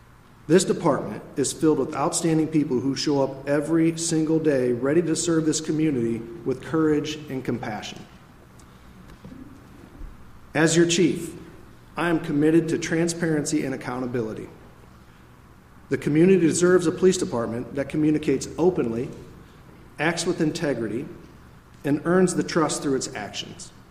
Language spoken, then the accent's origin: English; Peoria, United States; born or raised there